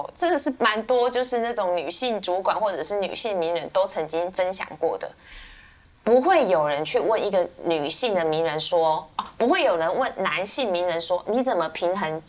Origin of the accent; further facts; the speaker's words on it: Taiwan; 因为我自己就是成长在曾经在台湾这样的文化的环境里面